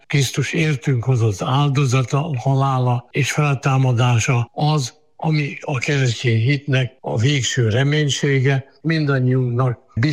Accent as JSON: {"language": "Hungarian", "town": "Lébény", "region": "Győr-Moson-Sopron", "country": "Hungary", "tie": "born or raised there", "also_born_or_lived": "Miskolc", "moved": "as an adult", "said": "én lébényi születésű vagyok Győr megyében."}